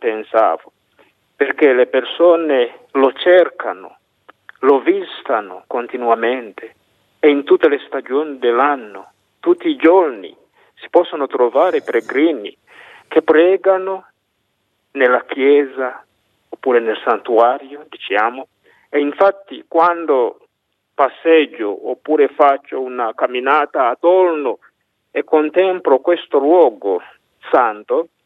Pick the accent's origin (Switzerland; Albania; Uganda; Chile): Uganda; now in Pietralba, Italy; vengo dall'Uganda